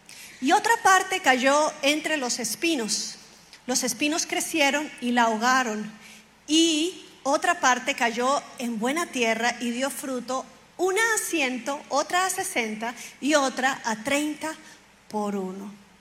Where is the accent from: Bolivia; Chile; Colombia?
Colombia; uno piensa, como colombiano, uno piensa, quién sabe cuánto le cobraron a esos por la bicicleta